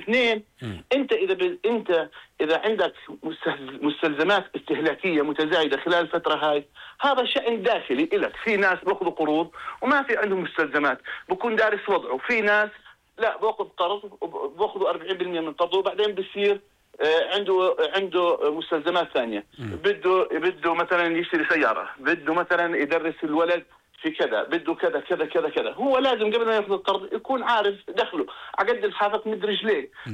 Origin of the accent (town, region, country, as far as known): Jordan